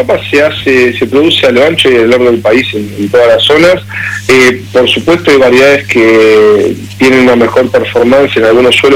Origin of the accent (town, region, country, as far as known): Argentina